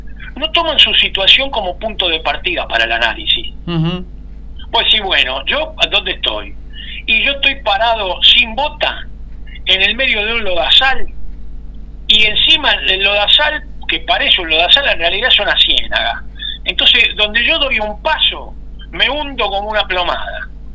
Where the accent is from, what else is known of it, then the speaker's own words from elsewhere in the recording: Argentina; nosotros somos resilientes porque somos argentinos